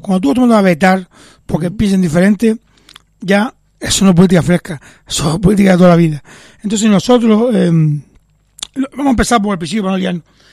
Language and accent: Spanish; Las Palmas de Gran Canaria, Canary Islands, Spain; Yo soy de Las Palmas